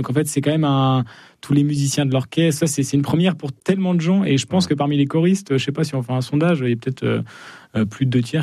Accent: Chambéry, Auvergne-Rhône-Alpes, France; J'en suis, je viens de Chambéry.

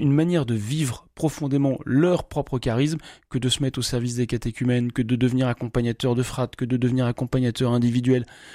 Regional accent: Lille, Hauts-de-France, France; moi je sais que je suis un homme, je suis français, je suis du diocèse de Lille, enfin en tout cas de la région lilloise.

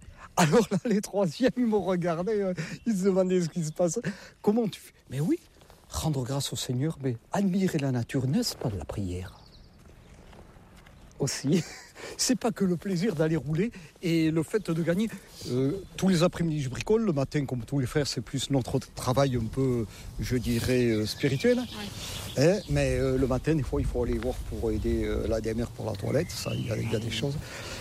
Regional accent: Landes, Nouvelle-Aquitaine, France; moved away as an adult; Donc, comme vous l'entendez, je ne suis pas de la région, hein, je ne vais pas vous dire. Avec mon accent, je ne suis pas du nord de la Loire, hein, non. Je suis des Landes, du pays de Saint-Vincent-de-Paul. Je suis rentré en fin 89.

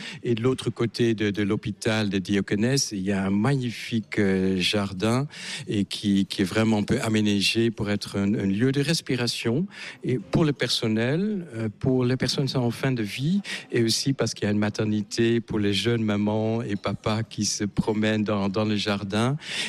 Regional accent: Netherlands; French is a second language; moved away as an adult; now in France; Tout à fait, que je n'ai pas perdu depuis les 35 ans que je suis en France. Je suis néerlandais et donc venu il y a 35 ans en France. J'ai fait une formation à Amsterdam d'universitaire pendant 5 ans

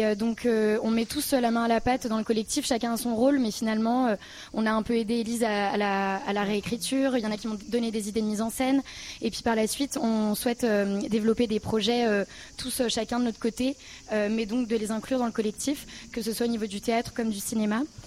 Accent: Lyon, Auvergne-Rhône-Alpes, France; puisqu'Élise est normande et moi je suis lyonnaise.

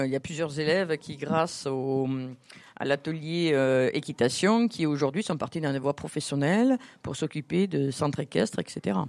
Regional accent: Southern France, France; accent: southern (accent du Sud); Je travaille un peu plus mon anglais, voilà. Alors, ça fait rire tout le monde avec mon petit accent du Sud.

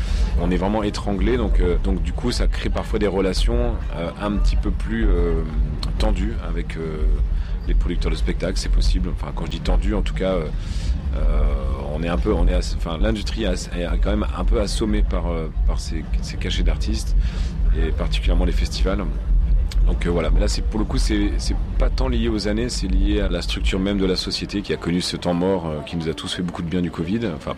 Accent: Grand Est, France

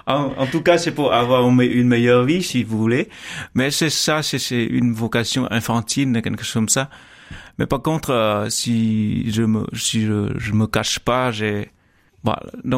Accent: Vietnam; French is a second language; moved away as an adult; also born or lived in Paris / Montpellier; now in France; je suis né au Vietnam en 1992. Ça fait il y a quelques années, mais en fait je suis rendu et j'ai été baptisé très petit, 3 jours après ma naissance.

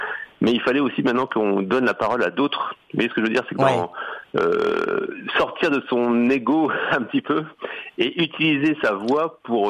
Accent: Hauts-de-France, France; Moi, je suis de la Somme

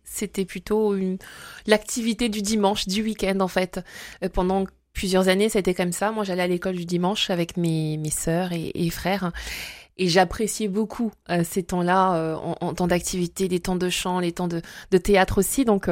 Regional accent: Brazzaville, Republic of the Congo; also born or lived in Belgium; Je suis née en Belgique, j'ai vécu jusqu'à l'âge de mes 3 ans et j'ai passé mon enfance effectivement à Brazzaville exactement, là-bas.

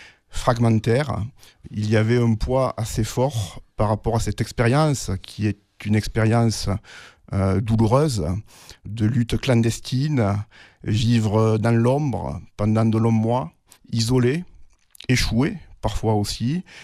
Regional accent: Marvejols, Occitanie, France; born there; now in Mende, France; Oui, je suis né en Lozère, à Marvejols. Je suis d'origine camourgaise, ma famille vit à la Camourgue et je vis à Mende depuis quelques années.

